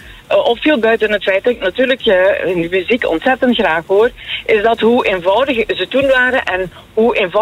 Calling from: Flanders, Belgium; dus wij zijn Limburgers.

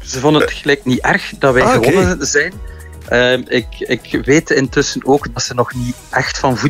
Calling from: Belgium

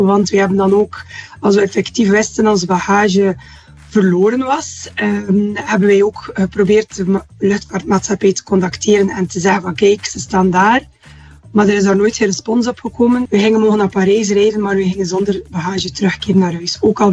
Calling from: Bruges, Flanders, Belgium; We komen van Brugge.

